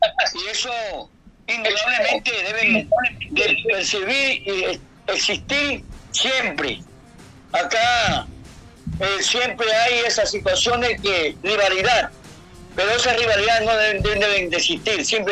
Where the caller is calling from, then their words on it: Manabí, Ecuador